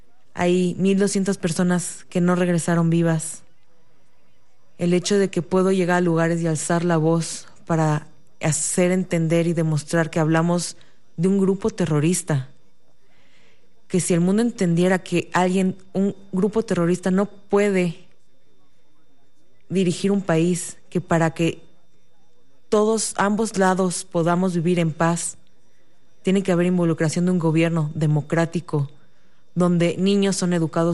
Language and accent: Spanish; Mexico; nuestro eslogan como mexicano es el derecho, el respeto ajeno es la paz.